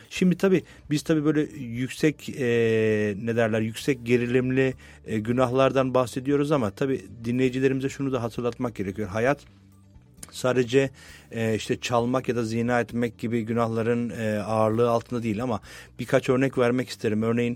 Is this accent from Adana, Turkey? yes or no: yes; Adana, Turkey; Ben Adanalıyım aslen. Bizim memleketimizde benim gençlik yıllarımda otobüslerde muavinler vardı.